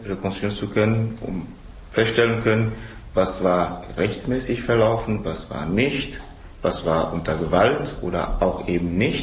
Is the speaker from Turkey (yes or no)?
no; Togo; ich komme aus Togo und bin Dozent an der Universität de Cara, liegt etwa 420 Kilometer von Lomé entfernt, also im Norden.